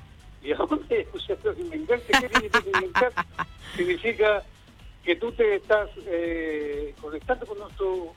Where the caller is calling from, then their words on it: Chile; porque soy chileno.